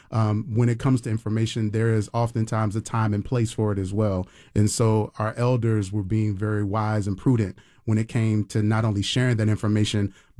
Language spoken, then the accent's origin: English; Tampa, Florida, United States; for those of us who grew up here